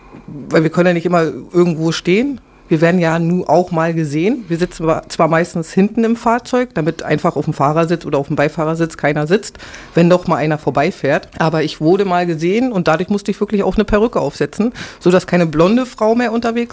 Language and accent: German; Berlin, Germany; Also ich bin in Berlin aufgewachsen, habe eine Lehre als Krankenpfleger gemacht